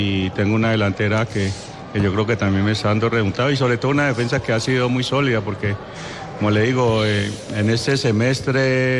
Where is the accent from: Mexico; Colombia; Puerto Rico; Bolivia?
Colombia; Antioquia; Yo no puedo cambiar mi ciudad de nacimiento, no la puedo cambiar nunca. Soy antioqueño, ¿cierto?